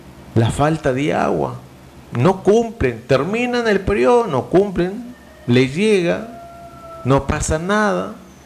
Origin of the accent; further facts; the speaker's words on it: Tambogrande, Piura, Peru; más de 90 mil tambograndinos vamos a ir a nuestro centro de votación